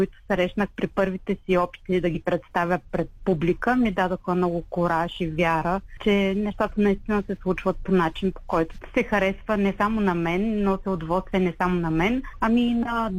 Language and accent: Bulgarian; Dobrich, Dobrich Province, Bulgaria; реално съм родом от Добрич, когато дойде времето за гимназия, ми се струваше непосилно да живея толкова далеко от родителите си.